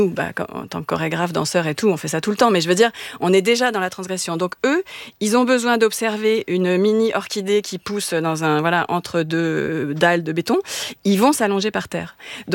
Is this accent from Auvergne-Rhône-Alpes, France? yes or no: no; Paris, Île-de-France, France; je suis parisienne